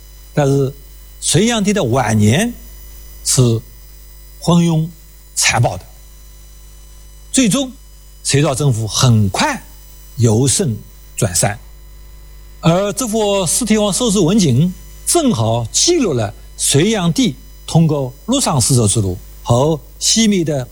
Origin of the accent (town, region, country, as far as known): China